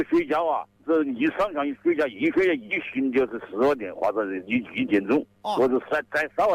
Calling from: Hanchuan, Hubei, China; 我汉城是马鞍乡楼洲村。

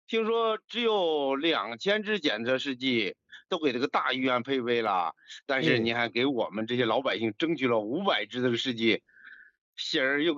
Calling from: Hebei, China; 我是河北的一个听众。

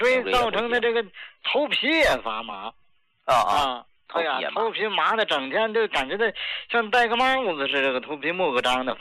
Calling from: Tianjin, China; 哎，张老师你好，我是天津的。

